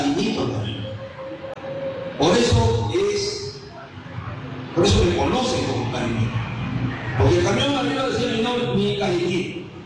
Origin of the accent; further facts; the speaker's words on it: San José Alto, Peru; moved away; Yo recuerdo mis estudios primarios, lo que hice en mi San José Alto.